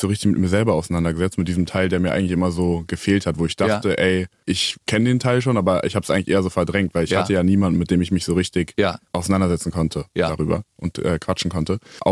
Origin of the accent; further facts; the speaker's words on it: Melsungen, Hesse, Germany; In Kassel, also Nähe Kassel, Melsungen heißt das.